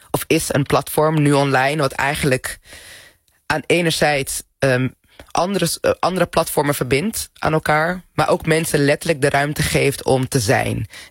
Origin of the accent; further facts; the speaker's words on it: Netherlands; born there; Nogmaals, ik ben hier geboren... Mijn moeder en mijn vader zijn onder de Nederlandse vlag geboren.